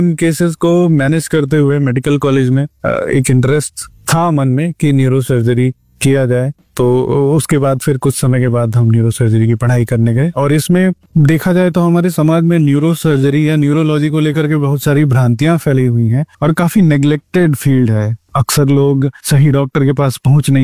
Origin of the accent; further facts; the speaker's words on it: Varanasi, Uttar Pradesh, India; moved away as an adult; now in Gorakhpur, India; मैं बेसिकली बनारस का रहने वाला हूँ